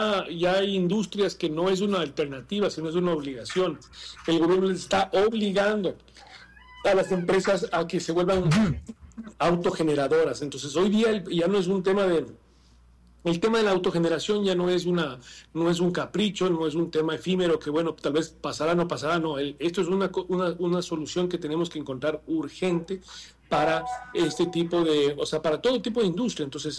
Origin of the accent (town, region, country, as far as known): Ecuador